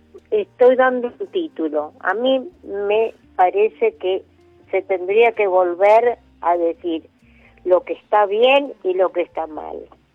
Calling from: Florida, Buenos Aires Province, Argentina; de Florida.

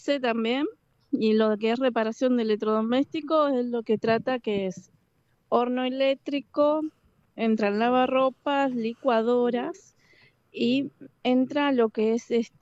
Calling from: Manuel Alberti, Buenos Aires Province, Argentina; Yo soy de Manuel Alberti, del partido de Pilar.

